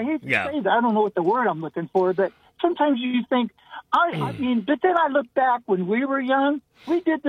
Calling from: Ohio, United States; I'm from the Warren Youngstown area

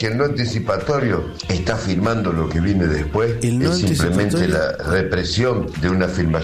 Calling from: Buenos Aires, Argentina; soy de San Telmo.

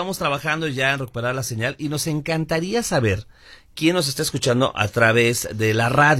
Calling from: Iztapalapa, Mexico City, Mexico; … de Iztapalapa.

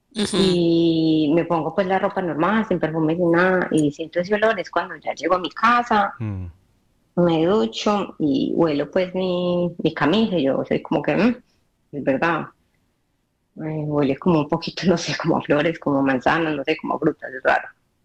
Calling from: Antwerp, Flanders, Belgium; Les hablo desde Amberes

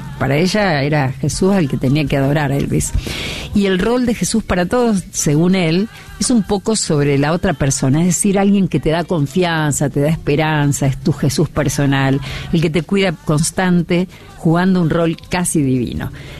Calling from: Libertador General San Martín, Jujuy, Argentina; de Libertador, General San Martín, Jujuy. Siempre los escucho

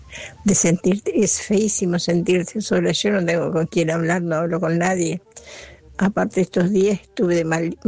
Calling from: La Ferrere, Buenos Aires Province, Argentina; de La Ferreres.

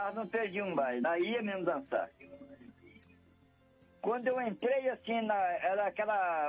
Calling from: Curitiba, Paraná, Brazil; Eu falo de Curitiba.

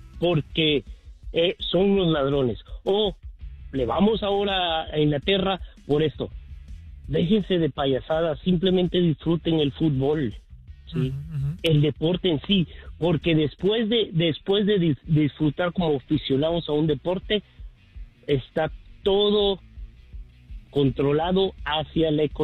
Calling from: Texas, United States; De acá, de Texas.

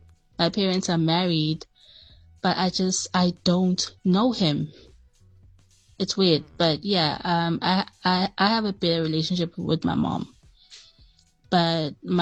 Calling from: Durban, KwaZulu-Natal, South Africa; but I'm from Durban, though.

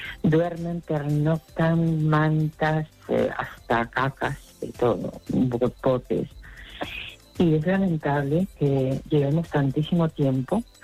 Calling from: Zaragoza, Aragon, Spain; Vivo en Zaragoza capital.

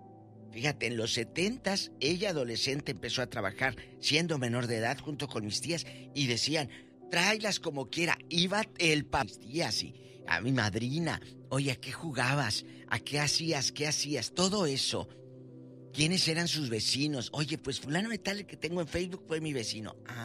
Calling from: Matamoros, Tamaulipas, Mexico; En mi tierra, que es una ciudad industrial y de Matamoros, hay muchas fábricas, muchas empresas.

